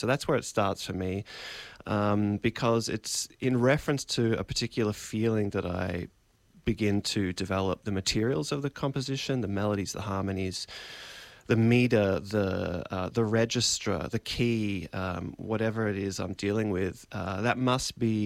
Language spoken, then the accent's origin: English; Melbourne, Victoria, Australia; moved away as an adult; now in United States; I'm from Melbourne, more mm-hmm. or less.